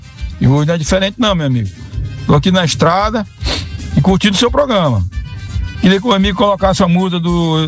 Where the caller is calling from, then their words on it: Bacabal, Maranhão, Brazil; sou de Bacabal, sempre.